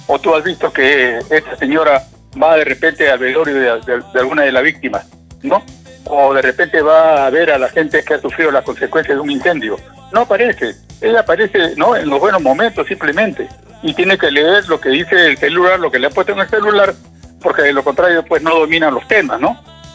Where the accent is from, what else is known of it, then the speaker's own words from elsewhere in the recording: Peru; yo soy un peruano más, soy una persona mayor